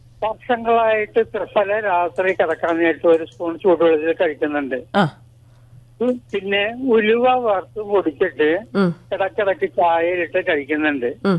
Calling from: Kochi, Kerala, India; ഞാൻ വെണ്ണലയിൽ നിന്നാണ്.

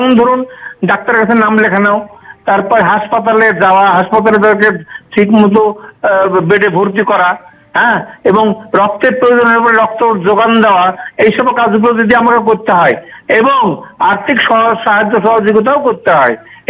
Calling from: Baharampur, West Bengal, India

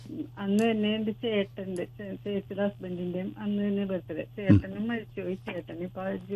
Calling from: Vypin, Kerala, India

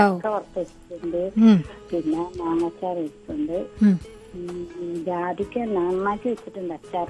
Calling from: Edavanakkad, Kerala, India; Edavanakkad.

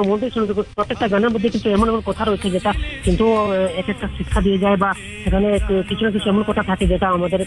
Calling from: Tripura, India; আকাশবাণী কৈলাসহর আমাদের যে স্থানীয় রেডিও স্টেশনের নামটা বলি তো গর্বের সাথে

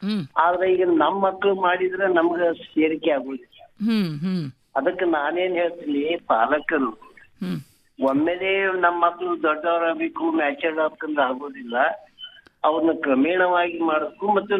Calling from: Vijayapura, Karnataka, India; ವಿಜಯಪುರದಿಂದ

